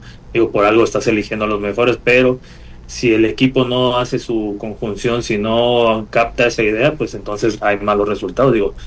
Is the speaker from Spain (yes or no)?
no; Mexico; nosotros como mexicanos